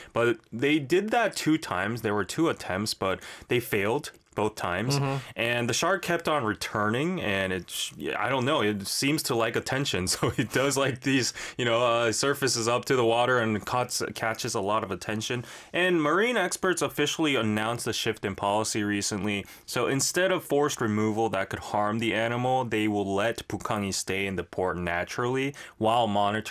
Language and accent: English; Busan, South Korea; I'm originally from Busan